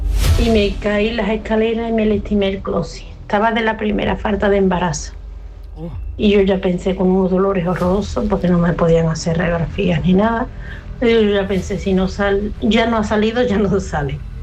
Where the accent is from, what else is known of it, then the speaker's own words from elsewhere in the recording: Seville, Andalusia, Spain; Buenos días, amigos y compañía. … de Sevilla.